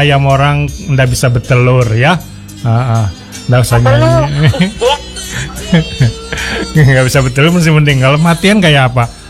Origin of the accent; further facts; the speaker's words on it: Samarinda, East Kalimantan, Indonesia; Aku lo asli Samarinda. Lahir di THG.